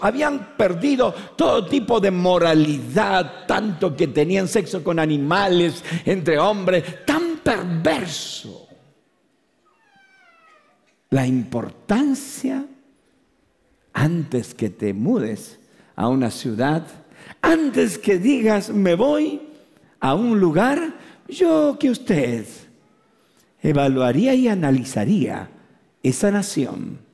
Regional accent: Mendoza, Argentina; Por eso amo mi tierra. Amo esta Argentina, Mendoza en particular, la colonia.

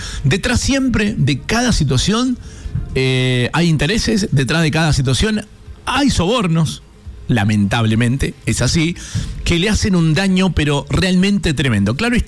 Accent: Argentina; como argentinos, porque somos parte de esta hermosa y espectacular nación

